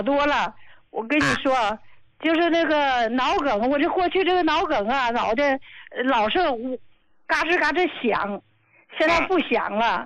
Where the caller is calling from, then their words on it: Qinhuangdao, Hebei, China; 我是秦皇岛的。